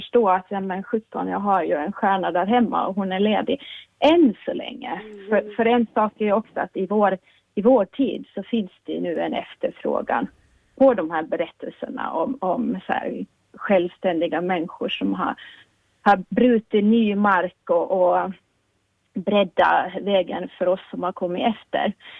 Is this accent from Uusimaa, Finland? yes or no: no; Åland, Finland; moved away; jag är ju själv född och uppvuxen på Åland och sådär, och det kan vara svårt att få syn på en stjärna hemma. Men då efter att jag har liksom, ja, flyttat från Åland